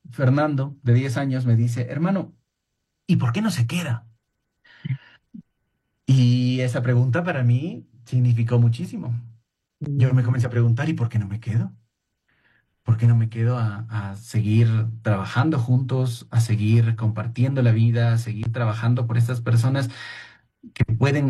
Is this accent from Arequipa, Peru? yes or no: yes; Arequipa, Peru; born there; moved away; yo soy exalumno jesuita del Colegio San José de Arequipa